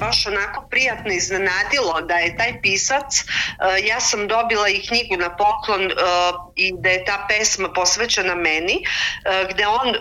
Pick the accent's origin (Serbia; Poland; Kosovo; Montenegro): Serbia; kod nas u Srbiji sve više o tome i o toj temi priča